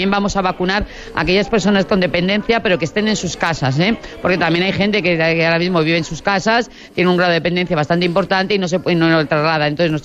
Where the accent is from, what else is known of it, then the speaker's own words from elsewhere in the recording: El Burgo de Osma, Castile and León, Spain; como yo soy del Burgo de Osma, hemos estado hablando de Tajueco